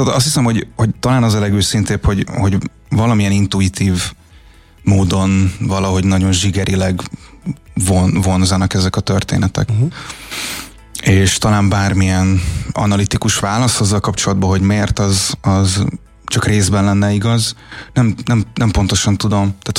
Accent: Budapest, Hungary; Gazdagréten születtem, de főleg Budán nőttem fel.

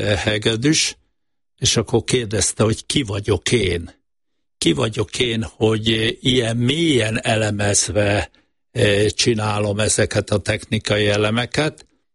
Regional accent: Hungary; és én úgy álltam oda a világ továbbképzésében, hogy én azt mondtam, hogy én, mint magyar ember, én megmutatom

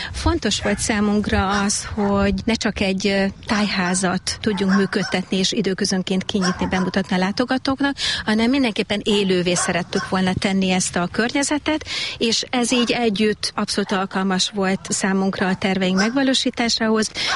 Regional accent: Hungary; first language Hungarian; Magyar. Magyar, abszolút. Én magyar lány vagyok, igen.

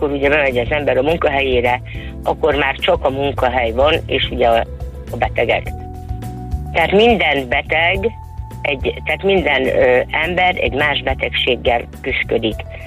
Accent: Demjén, Heves, Hungary; ez a gyermekkor, ez Demjénbe történt, demjéni származású vagyok

